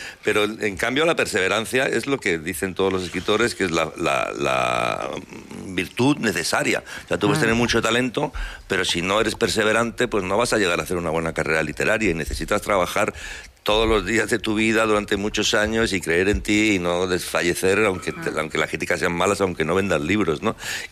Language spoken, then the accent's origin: Spanish; Zaragoza, Aragon, Spain; born there; also born or lived in Logroño; now in Barcelona, Spain; estábamos ahora viviendo ya en Zaragoza cuando el bachiller. O sea que soy maño por los cuatro costados.